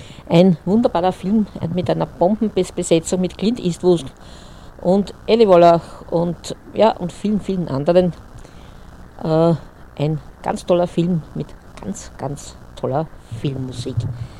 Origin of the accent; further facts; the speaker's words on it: Austria; wie man bei uns in Österreich sagt.